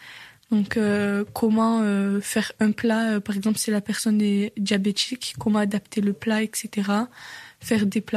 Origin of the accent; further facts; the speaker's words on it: Millau, Occitanie, France; born there; J'ai 18 ans, je suis née en Aveyron, à Millau. J'ai grandi dans un milieu rural.